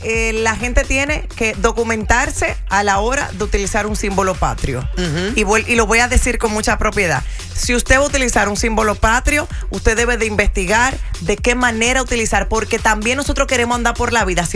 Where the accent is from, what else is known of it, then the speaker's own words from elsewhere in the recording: Dominican Republic; Soy dominicana, pero ponerme la bandera en mi cuerpo es indebido.